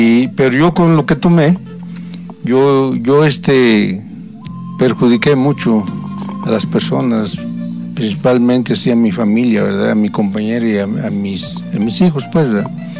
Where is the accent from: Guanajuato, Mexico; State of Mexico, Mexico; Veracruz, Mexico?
State of Mexico, Mexico; Zacualpan; moved away; Yo soy del municipio de Zacualpa, Estado de México, de un pueblo que se llama Bergama de la Paz, ¿verdad? Y pues ahí a mi pueblo le dicen el pueblo de los profesores, porque hay mucho profesor. Bueno, había, ¿verdad? En ese entonces, sí, porque es un pueblo minero